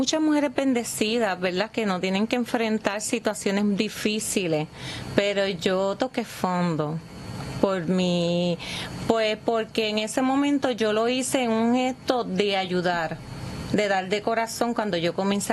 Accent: Vega Baja, Puerto Rico; yo de niña, pues, estuve en la Liga Atlética, estuve en las batuteras y pertenecía a la Liga Atlética Policiaca de Puerto Rico, ¿verdad? Vega Baja.

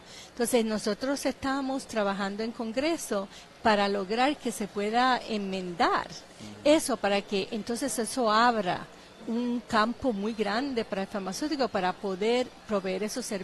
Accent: Lares, Puerto Rico; moved away as an adult; now in United States; yo soy de Lares, de las montañas.

